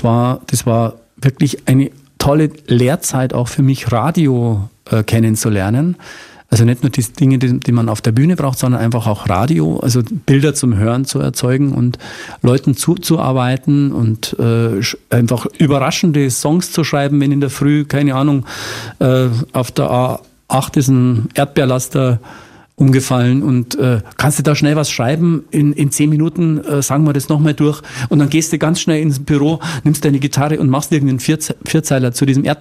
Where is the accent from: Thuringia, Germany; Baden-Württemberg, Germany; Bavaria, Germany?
Bavaria, Germany; Munich; aber da, wo ich herkomme, Münchner Hasenbergl, also der Norden des Münchens, das war sehr FC Bayern gebrandet